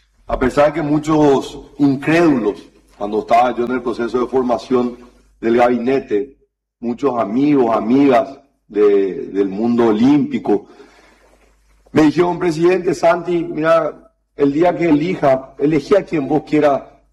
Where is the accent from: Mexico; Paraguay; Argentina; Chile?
Paraguay; yo estoy orgulloso como paraguayo